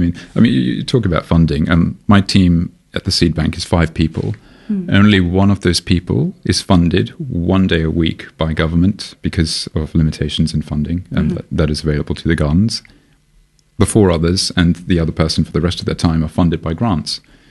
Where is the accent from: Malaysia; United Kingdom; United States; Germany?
Malaysia; now in Australia; I'm originally from Malaysia. Despite my very Western name, I am mixed race, and I grew up there